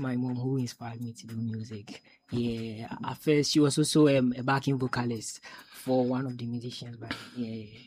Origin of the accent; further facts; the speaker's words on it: Konongo, Ashanti, Ghana; now in Cape Coast, Ghana; I'm from Konongo. But then currently I'm in Cape Coast.